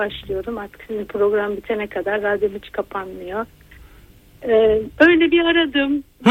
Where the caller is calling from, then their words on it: Sakarya, Turkey; Ben Sakarya'dan arıyorum.